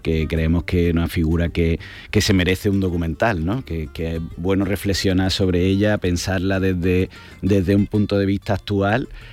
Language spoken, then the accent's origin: Spanish; Córdoba, Andalusia, Spain; yo soy de Córdoba, soy cordobés